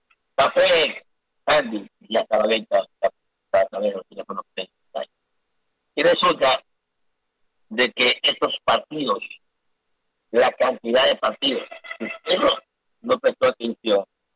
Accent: Ecuador; como ecuatoriano, una persona natural

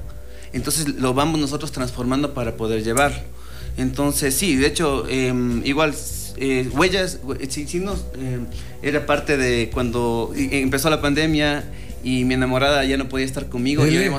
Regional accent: Latacunga, Cotopaxi, Ecuador; somos de la Tacunga.

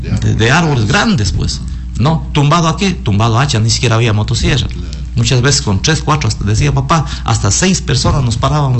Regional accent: Macas, Morona Santiago, Ecuador; nosotros que somos de acá de Maca

